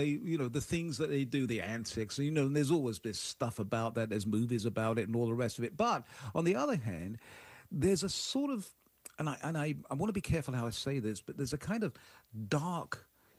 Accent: United Kingdom

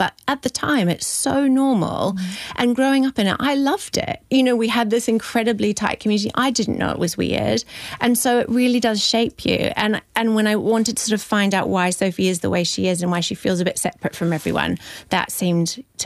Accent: New Zealand; born or raised there

